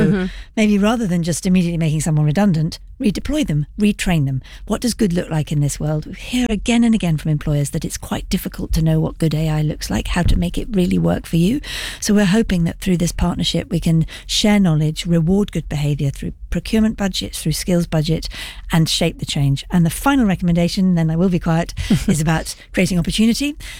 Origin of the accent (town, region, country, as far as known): London, United Kingdom